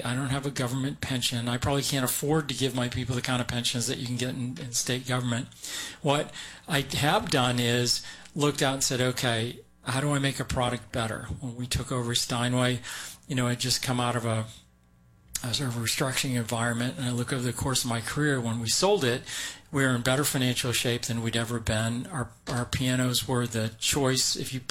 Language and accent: English; Maine, United States; now in Fresno, United States; I grew up in Maine.